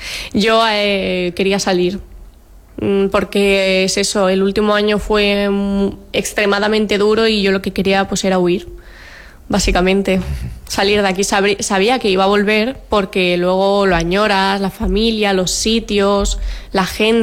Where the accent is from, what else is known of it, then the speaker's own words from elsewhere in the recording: Ibiza, Balearic Islands, Spain; moved away as an adult; now in Granada, Spain; ¿De dónde eres? Yo digo, yo de Ibiza.